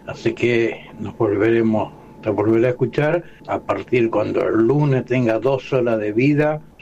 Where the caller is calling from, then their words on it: Lavallol, Buenos Aires Province, Argentina; de Lavallol.